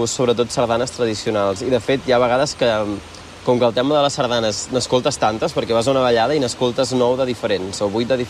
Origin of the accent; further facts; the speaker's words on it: Tordera, Catalonia, Spain; aquí no sé si és perquè és el meu poble